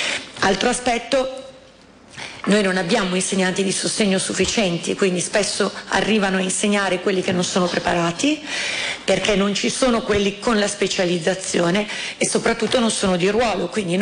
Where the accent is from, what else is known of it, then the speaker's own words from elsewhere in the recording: Lombardy, Italy; io sono lombarda